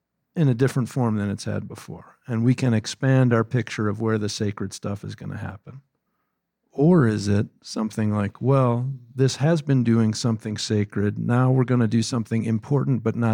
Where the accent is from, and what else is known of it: Chicago, Illinois, United States; born or raised there; now in Portland, United States